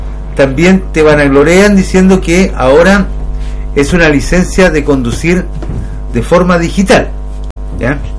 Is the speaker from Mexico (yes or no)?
no; Chile; soy chileno